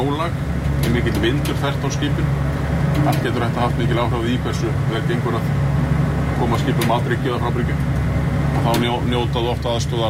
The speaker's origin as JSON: {"language": "Icelandic", "town": "Grindavík", "region": "Southern Peninsula", "country": "Iceland", "said": "ég kem úr Grindavík hérna, og býð þar"}